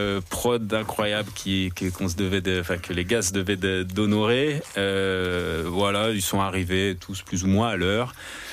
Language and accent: French; Paris, Île-de-France, France; also born or lived in Honfleur; Non, je suis parisien. Enfin, je suis né à Paris, mais mon daron avait cette maison à Honfleur où il allait passer sa retraite.